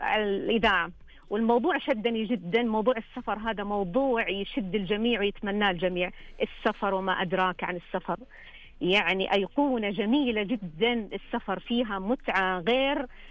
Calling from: Taif, Makkah Province, Saudi Arabia; أكلمكم من مدينة الورد

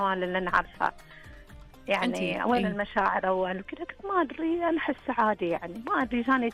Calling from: Saudi Arabia; احنا السعوديين ما عندنا كده

